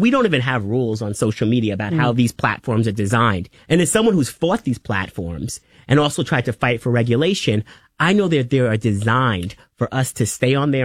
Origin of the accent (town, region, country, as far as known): Riverhead, New York, United States; born or raised there